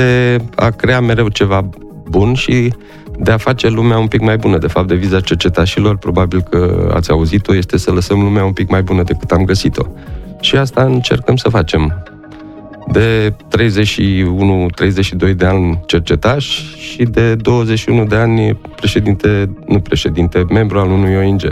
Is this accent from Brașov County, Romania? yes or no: yes; Copăcel, Brașov County, Romania; now in Miercurea Ciuc, Romania; Copăcel, da. De lângă Făgăraș, și eu și soția, la terminarea facultății am fost repartizat acolo.